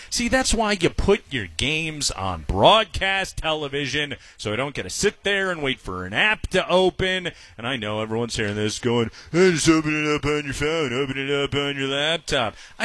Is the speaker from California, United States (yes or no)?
no; Chicago, Illinois, United States; you know I'm from Chicago. I grew up a Bears fan.